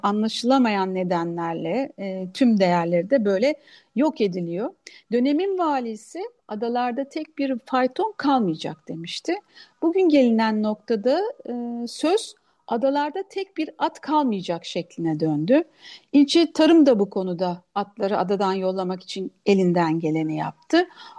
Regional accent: Kırklareli, Turkey; 1980 doğumluyum, Kırklareli doğumluyum.

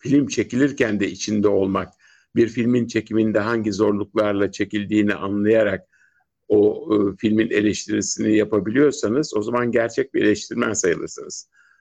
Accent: Karşıyaka, İzmir, Turkey; Şöyle ben Karşıyaka'lıyım.

